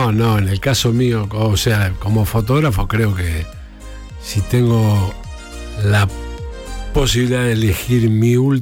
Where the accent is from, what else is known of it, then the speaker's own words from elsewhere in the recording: Chacarita, Buenos Aires, Argentina; Yo soy de Chacarita.